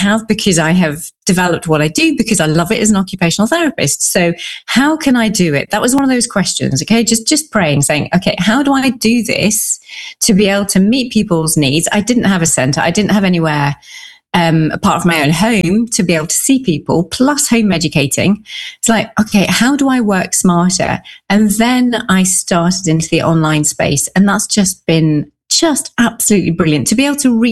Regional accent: Jersey; Jersey's the biggest, and we are our own self-governing place.

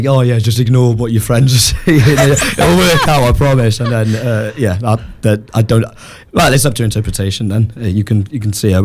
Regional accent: Wales, United Kingdom; So that old saying, I'm Welsh, I can't help it.

